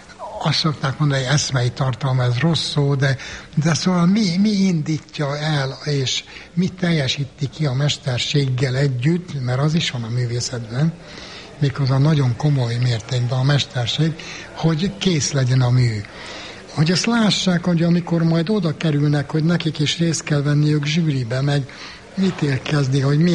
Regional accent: Székely Land, Romania; Én székely vagyok, a legkeletibb magyar törzs egyik törzsökös tabja, amióta apám, anyám visszaemlékszik, és magam is, mind ott nőttünk fel, és odavalók vagyunk.

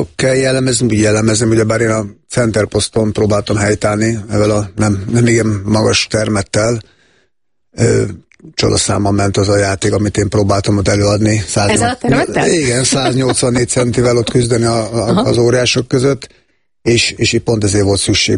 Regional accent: Hungary; now in Budapest, Hungary; utána tényleg Pesten meg próbáltam megállni a helyemet, fölkerülni, mint vidéki srác

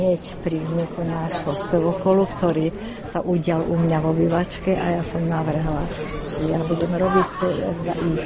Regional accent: Šaľa, Nitra Region, Slovakia; som zo Šalé, som vedúca tohto spevokolu … bývalá učiteľka na klavír.

